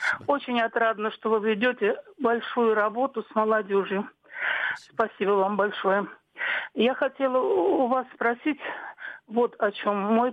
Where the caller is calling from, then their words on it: Saint Petersburg, Russia; я из Петербурга.